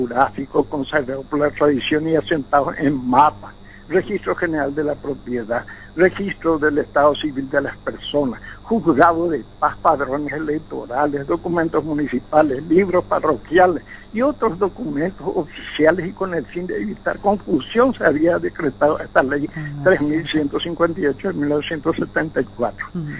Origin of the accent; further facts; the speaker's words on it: Paraguay; ¿Por qué soy paraguayo?